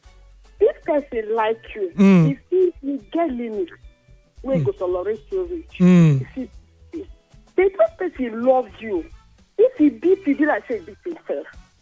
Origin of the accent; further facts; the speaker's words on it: Lagos, Nigeria; I come from Banana Island.